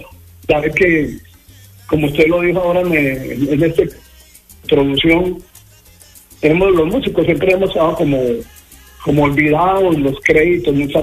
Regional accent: Bogotá, Colombia; Entonces, dio la oportunidad que llegué a Medellín, yo soy bogotano, y en Medellín empecé a hacer el curso

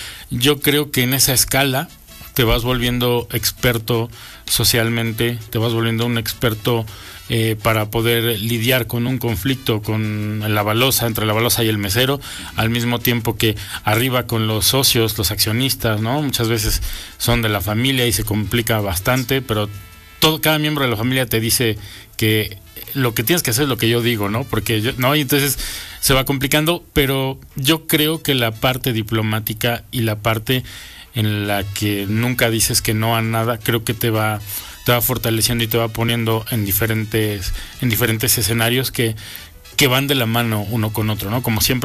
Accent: Mexico; como mexicanos creo que todos lo sabemos

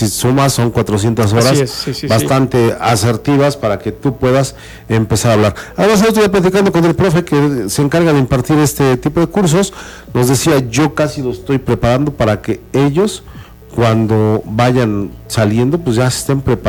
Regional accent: Mexico

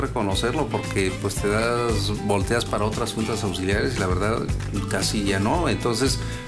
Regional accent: Puebla, Mexico; yo sí soy de Coapan.

